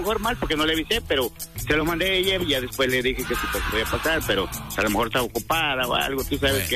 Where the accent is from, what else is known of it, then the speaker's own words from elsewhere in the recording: Tantoyuca, Veracruz, Mexico; now in Xicotepec, Mexico; es tradición de mi pueblo, Tantoyuca.